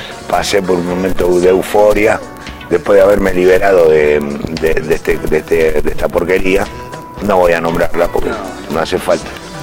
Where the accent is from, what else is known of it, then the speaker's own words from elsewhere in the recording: Buenos Aires, Argentina; Yo soy de Buenos Aires, ¿no? Como todo el mundo lo sabe.